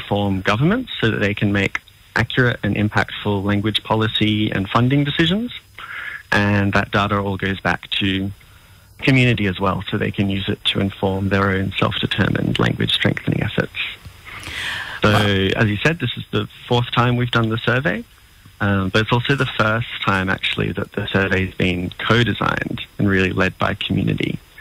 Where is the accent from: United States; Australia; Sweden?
Australia; Canberra, Australian Capital Territory; family originally came to Australia from Ireland and Scotland mainly around 100 and 150 years ago. I grew up here on Ngunnawal country in Canberra, where Zoe and I are both calling from.